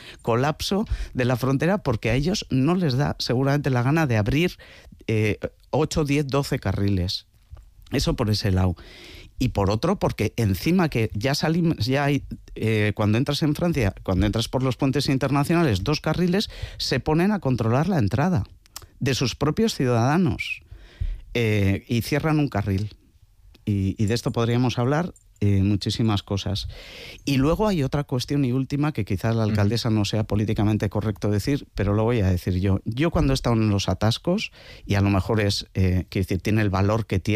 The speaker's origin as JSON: {"language": "Spanish", "town": "Irún", "region": "Basque Country", "country": "Spain", "said": "yo soy de Irún"}